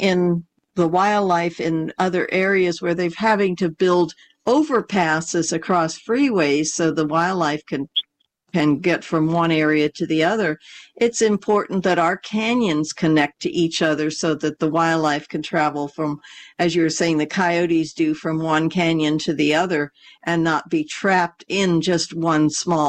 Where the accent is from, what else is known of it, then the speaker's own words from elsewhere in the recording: San Diego, California, United States; when I grew up here in San Diego